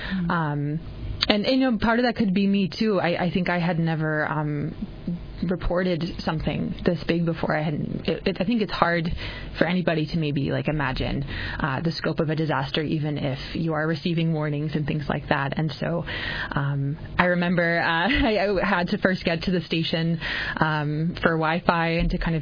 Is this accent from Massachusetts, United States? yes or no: yes; Massachusetts, United States; moved away as an adult; now in Bethel, United States; I grew up in Massachusetts.